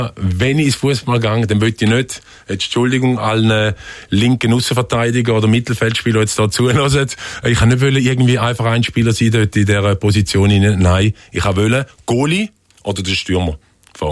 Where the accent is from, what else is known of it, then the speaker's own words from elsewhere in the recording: Frauenfeld, Thurgau, Switzerland; Wir hier in der Nähe von Winterthur aufgewachsen im Frauenfeld.